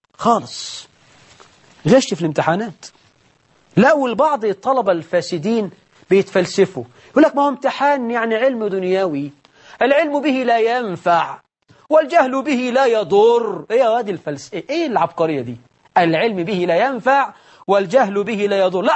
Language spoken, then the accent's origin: Arabic; Egypt; السنة دي عندنا في مصر